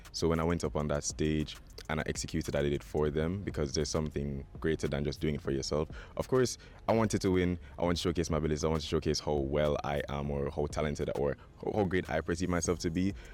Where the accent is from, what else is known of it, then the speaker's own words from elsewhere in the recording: Montego Bay, Saint James, Jamaica; moved away as an adult; I'm from Montego Bay, St. James, and I attended the Herbert Morrison Technical High School. And then I moved forward to the Montego Bay Community College. That's where I'm from.